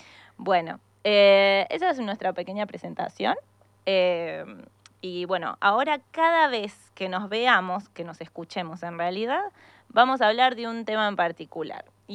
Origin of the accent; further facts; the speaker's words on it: La Plata, Buenos Aires Province, Argentina; Y yo vengo de La Plata, Buenos Aires, pero más lejos.